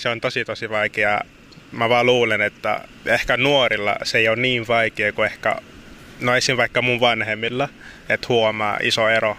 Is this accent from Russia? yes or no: no; DR Congo; first language Lingala; Finnish is a second language; No mä oon, en tiedä tiedätkö, mutta kongolainen. Niin mä puhun lingala, on niin kuin mun äidinkieli. Sitten mä puhun ranskaa, se on mun toinen kotikieli. Mutta sitten kun mä oon taas vähän niin kuin puoliksi sambialainen, niin mä puhun noin sambian kielet.